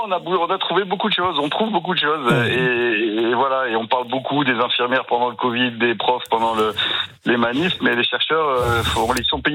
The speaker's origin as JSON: {"language": "French", "country": "Luxembourg", "tie": "born or raised there", "also_born_or_lived": "Canada", "moved": "as an adult", "lives_now": "Aveyron, France", "said": "moi, je suis né, j'ai grandi au Luxembourg, et puis je suis parti 4 ans au Canada, et puis je suis revenu en France."}